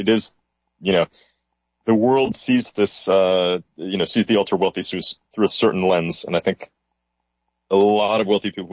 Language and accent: English; Rochester, New York, United States; No, I grew up in Rochester, New York.